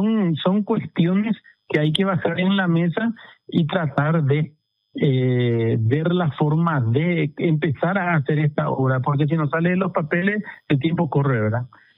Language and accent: Spanish; Paraguay; como todo paraguayo de bien